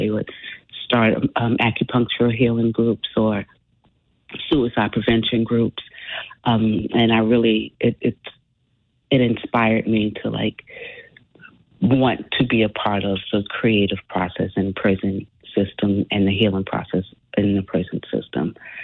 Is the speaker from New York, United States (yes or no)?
yes; New York, United States; so many people we grew up with in New York ended up in Rikers, went through Rikers in some way, including my brother.